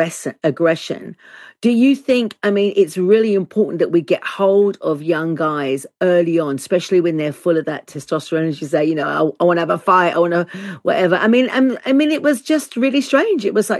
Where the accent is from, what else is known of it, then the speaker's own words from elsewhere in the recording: London, United Kingdom; I grew up in North London, so, you know, football everywhere.